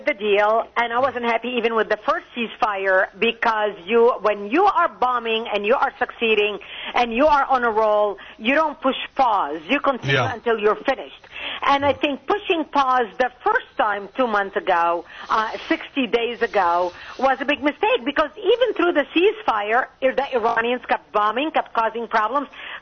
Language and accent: English; Lebanon; As a Lebanese, as somebody who was born and raised in Lebanon, and as somebody who worked in Israel, as somebody who comes from the Middle East